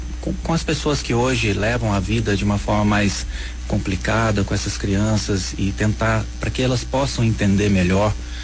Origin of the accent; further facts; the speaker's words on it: Três Corações, Minas Gerais, Brazil; now in United States; Três Corações, né? Que é a terra onde eu nasci, a terra onde eu me criei, depois fui embora já tem muitos anos.